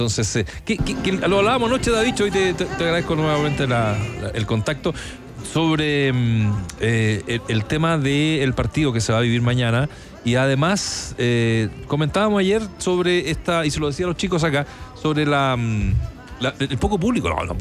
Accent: San Antonio, Valparaíso, Chile; Cositas de San Antonio, ojo, de mi ciudad natal.

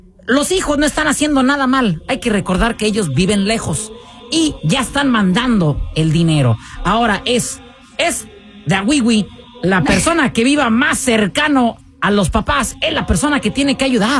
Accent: Mexico; Nosotros como mexicanos siempre queremos a toda la familia.

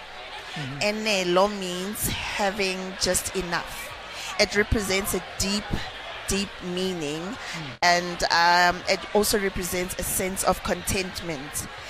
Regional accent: Pretoria, Gauteng, South Africa; born or raised there

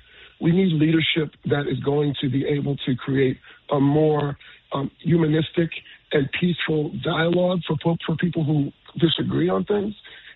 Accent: New York City, New York, United States; my days growing up in Bed-Stuy and Williamsburg.

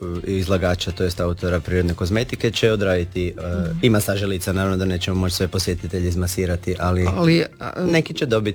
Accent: Pula, Istria County, Croatia; tu u Južnoj Istri, kod nas u Puli.

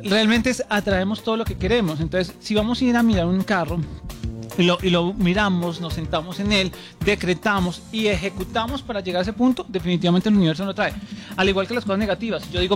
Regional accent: Colombia; realmente somos los colombianos que adoptamos esa situación y realmente es un país de la suerte.

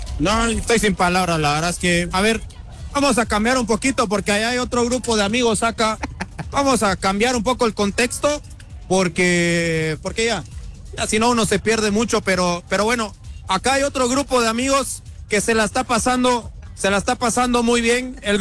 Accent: Guatemala; Somos de Guatemala

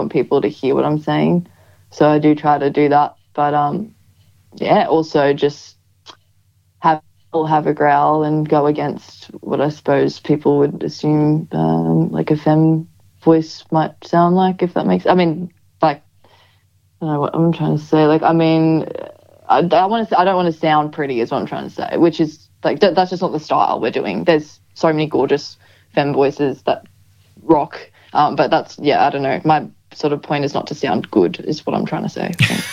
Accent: Queensland, Australia; Oh yeah, I'm just from Queensland.

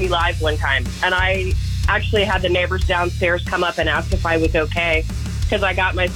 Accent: Florida, United States; And people say, oh, well, you grew up in Florida. You should be used to it.

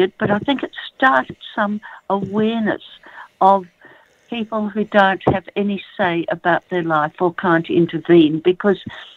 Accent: Perth, Western Australia, Australia; I was born in Western Australia, which is, of course, Perth, and that was all sandy and sand hills. And the time I was born, I think Perth only had maybe 100,000 people. So, you know, it was lightly populated, and there was lots of bush, and there were animals, and there were birds everywhere

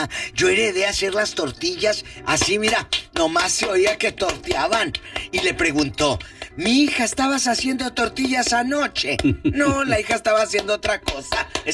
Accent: Matamoros, Tamaulipas, Mexico; Matamoros. Mi tierra, mi paisano.

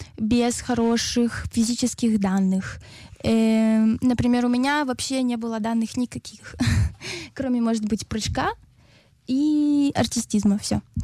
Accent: Ukraine; я из Украины

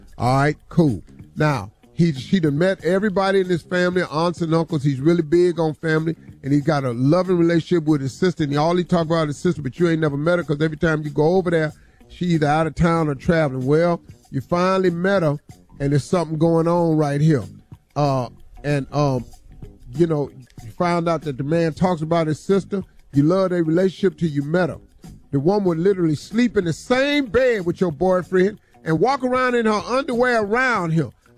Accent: Welch, West Virginia, United States; born or raised there

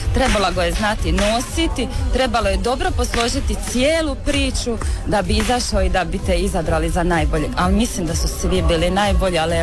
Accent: Cerna, Vukovar-Srijem County, Croatia; iz Cerne, dolazim sa Kudom Tomislav iz Cerne.

